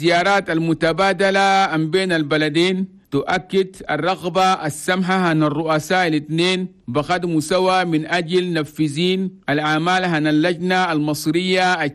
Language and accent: Arabic; Chad